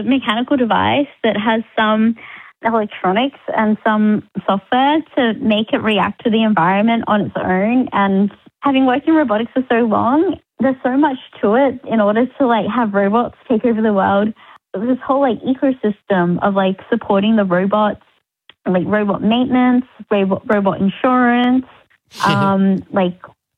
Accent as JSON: {"language": "English", "town": "Cairns", "region": "Queensland", "country": "Australia", "tie": "born or raised there", "said": "When I was growing up in Cairns, I really wanted to learn how to code. Like when I was 10 or 11, I was like, oh, I really want to learn coding."}